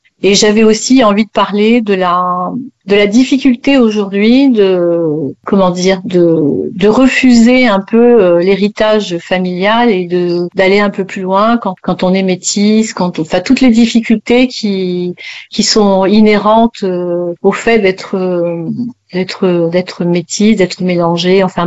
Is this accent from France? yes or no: yes; French Guiana, France; Et puis j'avais aussi beaucoup de choses à dire sur ce qui se passe chez moi en Guyane.